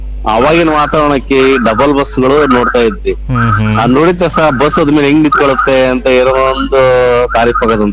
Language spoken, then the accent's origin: Kannada; Karnataka, India; ನಾವು ಉತ್ತರ ಕನ್ನಡ ಕಡೆ ಈ ಕಡೆ ಶಿರಾಪುರ ಕಡೆ